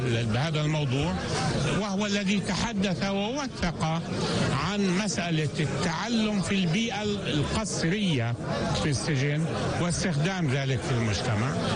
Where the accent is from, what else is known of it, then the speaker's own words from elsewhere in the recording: Palestine; في حياتنا كفلسطينيين